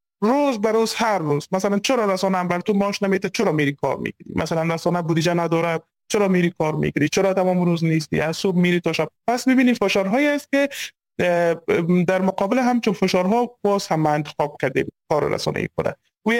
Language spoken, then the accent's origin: Persian; Afghanistan; born there; چون من خودم یکی از در خانواده های البته افغانی به دنیا آمدیم،